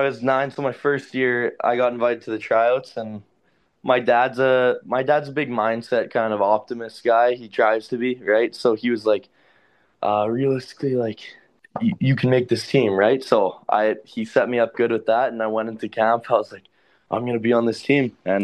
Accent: Beausejour, Manitoba, Canada; Yeah, well, I'm from a small town called Beausejour, Manitoba. It's about an hour east of Winnipeg. I believe 3,000 people live there, so small by Manitoba standards, I guess.

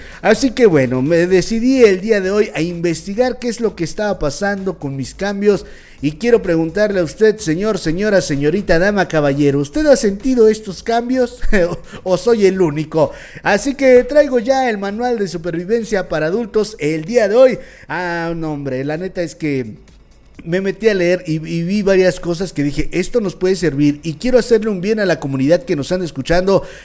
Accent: Mexico; yo como buen mexicano

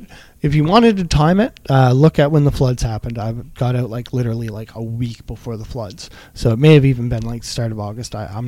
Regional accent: Mount Uniacke, Nova Scotia, Canada; So I chose to go to Mount Uniac. I grew up in Mount Uniac. I knew the area.

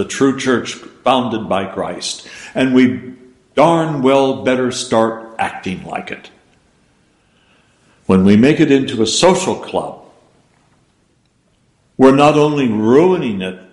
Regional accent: Scotland, United Kingdom; I'm a Scotsman, for gosh sakes. I am Orthodox, and I'm Russian Orthodox.

